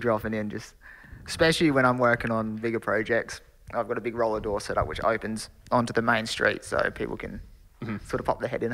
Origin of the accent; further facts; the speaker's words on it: Wilmington, South Australia, Australia; also born or lived in Booleroo; so I was born in Boolaroo, actually, so just down the road, and Mum and Dad had a place here in town, so lived here until I was about 14, 15, and then moved out to a farm